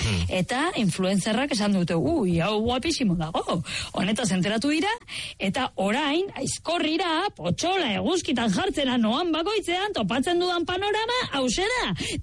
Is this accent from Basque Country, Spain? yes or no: yes; Bilbao, Basque Country, Spain; etzaitezte etorri ze Iralakoak gara super gaiztoak, eta bueno, bai, oso txungoak gara. Iralan oso txungoak gara, etzaitezte etorri nere ausora, mesedez.